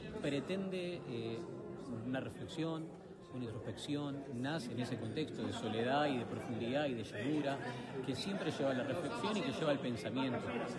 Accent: Buenos Aires, Argentina; yo soy porteño

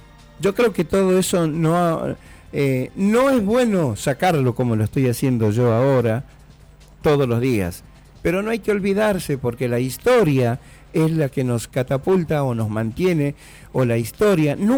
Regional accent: Monteagudo, Tucumán, Argentina; moved away; Hace 50 años que me fui de Monteagudo, mi pueblo querido, vuelvo porque tengo familia, vuelvo de vez en cuando

